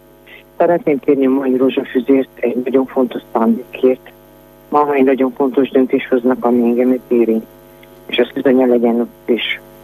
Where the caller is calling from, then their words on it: Sereď, Trnava Region, Slovakia; Én Szeredából vagyok egy mindennapos hallgató